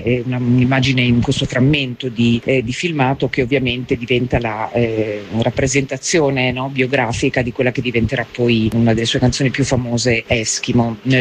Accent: Emilia-Romagna, Italy; born there; sono nata in provincia di Modena

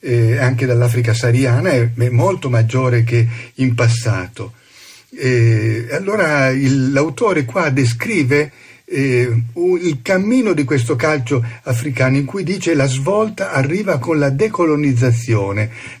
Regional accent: Turin, Piedmont, Italy; vengo da Torino

